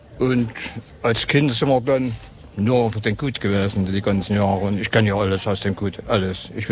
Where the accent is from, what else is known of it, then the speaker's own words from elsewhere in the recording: Germany; Ich bin geboren, also wir sind da aufgewachsen auf dem Gut, mehr oder weniger.